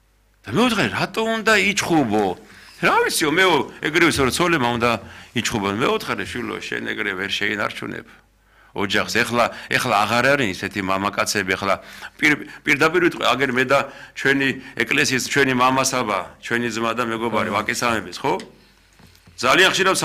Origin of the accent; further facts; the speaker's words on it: Mtskheta-Mtianeti, Georgia; მე ხევსური ვარ